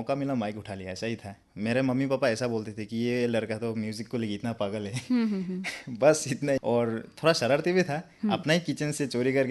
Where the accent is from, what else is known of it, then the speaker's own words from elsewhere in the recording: Northeast India, India; मैं north east से belong करता हूँ